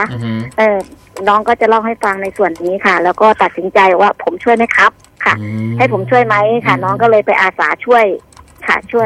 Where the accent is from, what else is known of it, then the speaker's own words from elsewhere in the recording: Roi Et, Thailand; เป็นคนจังหวัดร้อยเอ็ดค่ะ